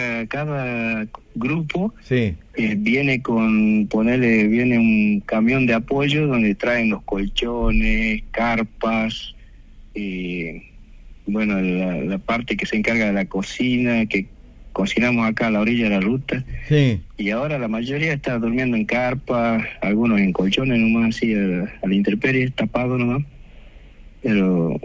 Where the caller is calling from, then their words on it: Rosario de la Frontera, Salta, Argentina; yo vivo en Rosario de la Frontera, está al sur de Salta, 175 kilómetros de Salta